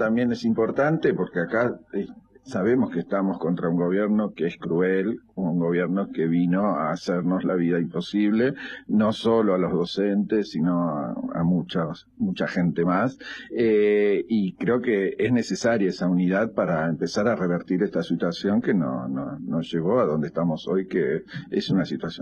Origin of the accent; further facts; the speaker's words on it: Santa Fe, Argentina; now in Córdoba, Argentina; sos santafesina, yo soy santafesino.